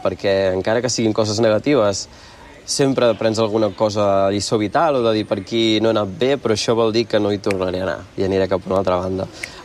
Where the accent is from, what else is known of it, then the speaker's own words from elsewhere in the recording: Tordera, Catalonia, Spain; sóc de Tordera.